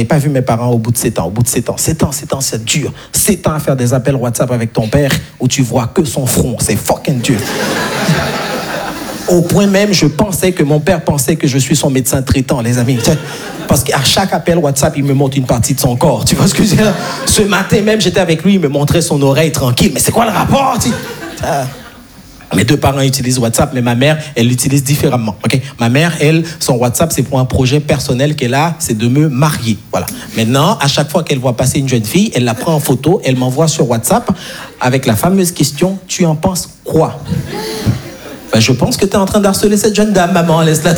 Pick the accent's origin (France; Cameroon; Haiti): Haiti; parce que je suis né et grandi en Haïti